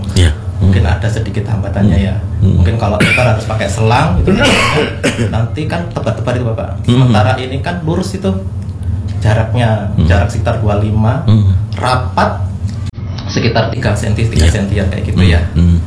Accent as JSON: {"language": "Indonesian", "region": "Java", "country": "Indonesia", "said": "Makanya ketika ini punten, saya dari Jawa ya."}